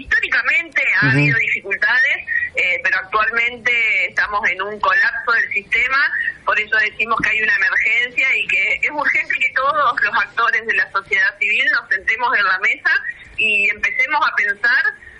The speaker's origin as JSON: {"language": "Spanish", "region": "Santa Fe", "country": "Argentina", "said": "yo soy de la ciudad de Santa Fe."}